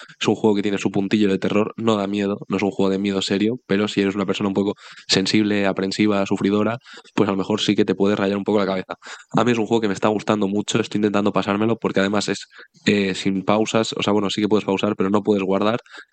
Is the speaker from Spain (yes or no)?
yes; Spain; somos españoles, habrá que decirlo en nuestro idioma y no en inglés.